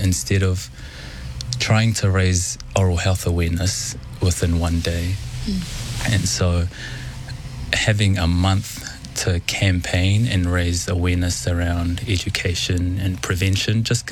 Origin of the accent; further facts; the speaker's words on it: Onehunga, Auckland, New Zealand; Even though I grew up in Onehunga, a large portion of my family in South Auckland. Onehunga and Mangere Bridge are basically one of two of the same places.